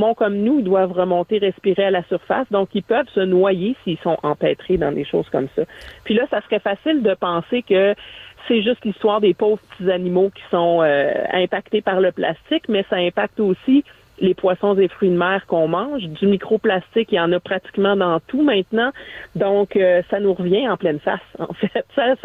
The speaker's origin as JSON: {"language": "French", "town": "Rimouski", "region": "Quebec", "country": "Canada", "said": "moi, je viens de Rimouski"}